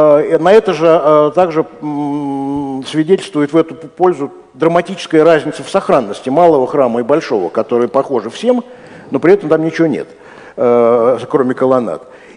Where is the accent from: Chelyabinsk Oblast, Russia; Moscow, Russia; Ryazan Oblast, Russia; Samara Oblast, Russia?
Ryazan Oblast, Russia; Ryazan; я тоже из Рязани, это для начала. Да, и живя в Рязани, очень хочется куда-то поехать